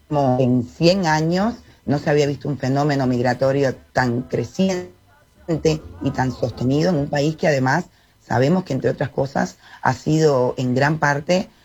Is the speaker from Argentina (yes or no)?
no; Cuba; moved away as an adult; now in Uruguay; la política de donde yo vengo, Nela, es una mala palabra. La política en Cuba